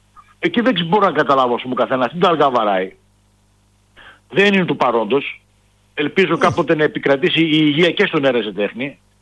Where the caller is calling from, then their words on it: Kavala, Eastern Macedonia and Thrace, Greece; Εγώ από την Καβάλα είμαι, δεν είμαι από τη Θεσσαλονίκη.